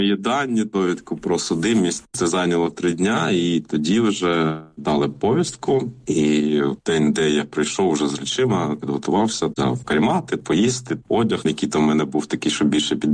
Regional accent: Donetsk Oblast, Ukraine; ми взагалі з Бахмутського району родом. І я от розумію, що тут от земля, от ну, моїх там бабусі, дідуся

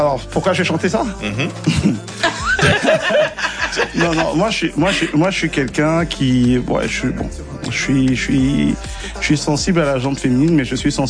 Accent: Nairobi, Kenya; Donc, et clairement, cette chanson, on a grandi à Nairobi, au Kenya.

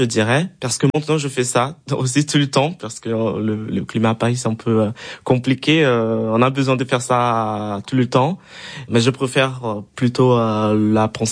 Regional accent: Brazil; French is a second language; je me suis dit, ok, c'est pour moi en tant que Brésilien, c'est un peu bizarre. Pour les autres camarades, c'était normal, mais c'était juste moi qui avait le choc. Et d'après ça, je me suis rendu compte que au Brésil, on fait pas ça au public.

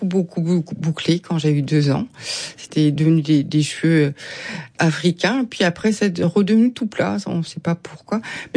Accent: Normandy, France; Moi, j'ai grandi en Normandie avec des petites filles blondes, avec des yeux bleus, des joues roses.

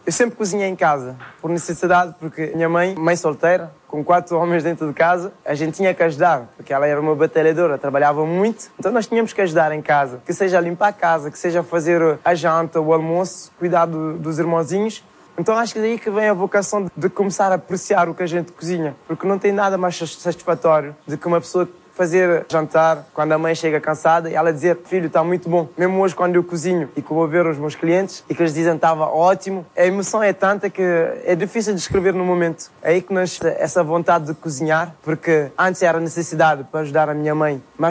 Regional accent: Cape Verde; moved away; also born or lived in Portugal; Desde que saí de Cabo Verde, que cheguei em Portugal, a minha vida foi só jogar bola.

